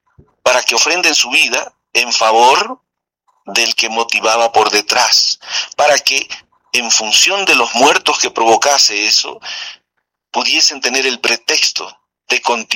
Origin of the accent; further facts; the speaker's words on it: Bolivia; Nosotros hemos, como bolivianos, todo el pueblo boliviano ha hecho un gran sacrificio para resguardar las vidas